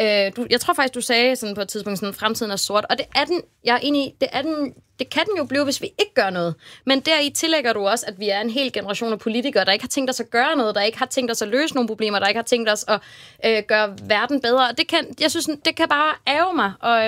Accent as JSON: {"language": "Danish", "region": "Zealand", "country": "Denmark", "said": "Altså nu er jeg selv fra Lolland Falster, der står for oversvømmelser, og der skal vi selvfølgelig lave klimatilpasning"}